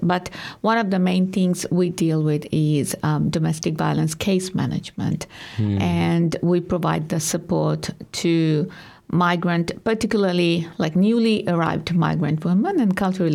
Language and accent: English; Bangladesh; moved away as an adult; I came from Bangladesh 20 years ago as an international student, and I studied education and was a teacher.